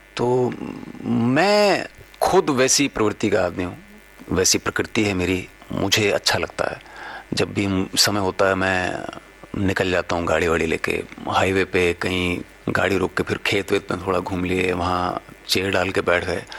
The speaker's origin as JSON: {"language": "Hindi", "region": "Delhi", "country": "India", "tie": "born or raised there", "said": "मैं दिल्ली में पैदा हुआ, पला बड़ा वहीं पे"}